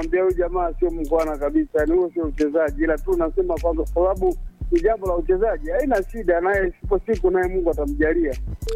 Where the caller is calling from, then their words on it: Isimani, Iringa, Tanzania; kutoka Isimani Mangawe.